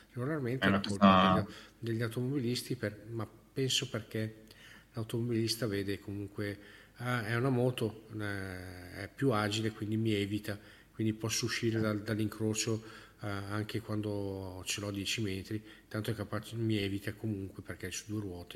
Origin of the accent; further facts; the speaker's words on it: Bergamo, Lombardy, Italy; io sono di Bergamo